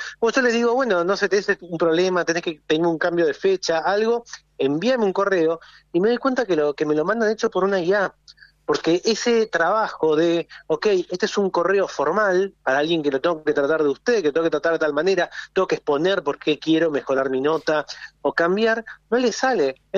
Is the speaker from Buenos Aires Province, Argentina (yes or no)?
yes; Campana, Buenos Aires Province, Argentina; yo nací en 1980, mi cuarto adolescente, soy de provincia de Buenos Aires, ciudad de Campana, y el cuarto de mi casa era, lo compartía con mi hermano